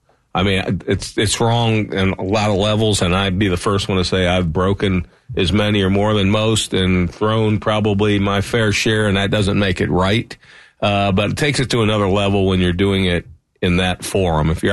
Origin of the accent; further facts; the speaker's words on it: the North, United States; moved away; I grew up in the North. We didn't have fire ants.